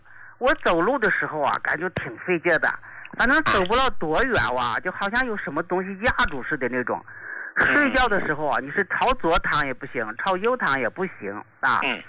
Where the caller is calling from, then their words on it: Shaanxi, China; 我是陕西的一名听众